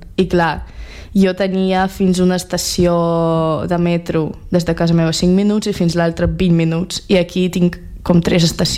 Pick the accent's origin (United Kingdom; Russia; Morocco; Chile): Russia; Catalan is a second language; l'altra sóc jo de Rússia